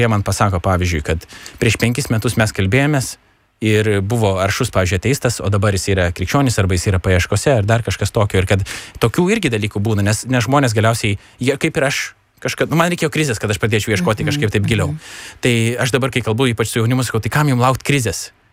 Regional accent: Mažeikiai, Telšiai County, Lithuania; mano gimtajame mieste Mažeikius

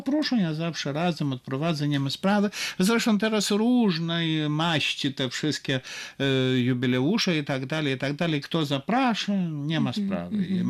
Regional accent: Vilnius County, Lithuania; jak to się mówi u nas na Wileńszczyźnie

